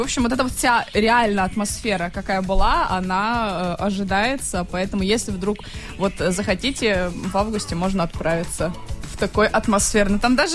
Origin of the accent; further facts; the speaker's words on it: Krasnoyarsk, Krasnoyarsk Krai, Russia; мы из Красноярска, столбанники